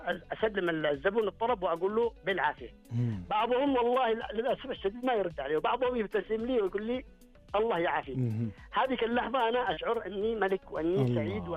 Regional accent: Yemen; now in Abha, Saudi Arabia; أنا أكلمك من أبها، طبعا أخوك يمني

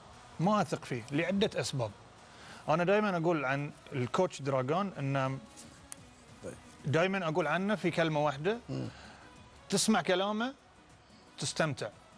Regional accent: Bahrain; لان انا بحريني.

